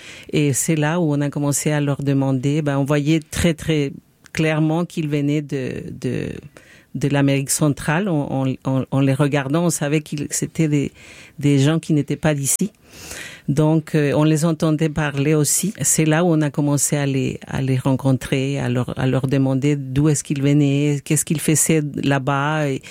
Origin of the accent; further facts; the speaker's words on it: El Salvador; moved away as an adult; also born or lived in France; now in Montreal, Canada; je viens du Salvador, oui. Ça fait très, très longtemps que j'ai quitté mon pays à cause de la guerre qui a vécu mon pays dans les années 70 et 80. Donc, j'ai quitté mon pays à l'âge de 18 ans. Je suis partie parce que c'était pas tellement sécuritaire. J'ai vécu en France quelques années aussi